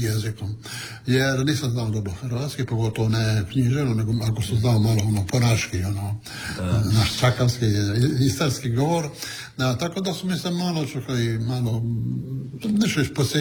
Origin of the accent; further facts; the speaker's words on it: Pula, Istria County, Croatia; first language Italian; Croatian is a second language; imao sam problema sa jezikom. Mi smo u kući govorili italijanski, sada što italijansku školu u Puli